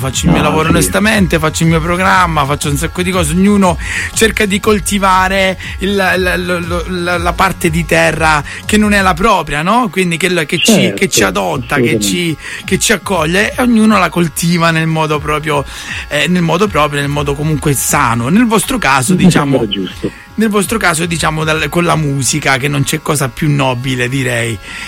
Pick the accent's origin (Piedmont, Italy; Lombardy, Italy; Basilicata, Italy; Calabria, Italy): Calabria, Italy; Bagnara Calabra; born or raised there; also born or lived in Gioia Tauro